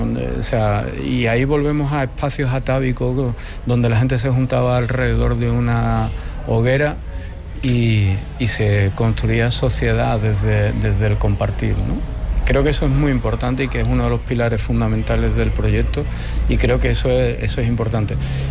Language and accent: Spanish; Andalusia, Spain; Y para nosotros como andaluza y como andaluces más.